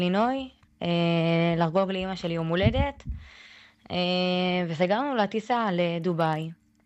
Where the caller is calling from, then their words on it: Ashkelon, Southern District, Israel; אני מאשקלון.